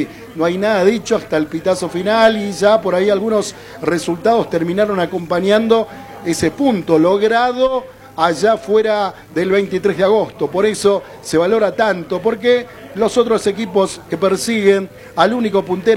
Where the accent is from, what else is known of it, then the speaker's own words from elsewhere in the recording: Argentina; somos argentinos